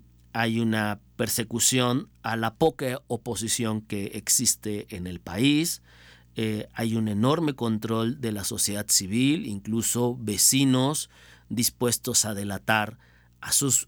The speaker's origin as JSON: {"language": "Spanish", "country": "Mexico", "said": "para una sociedad como la mexicana"}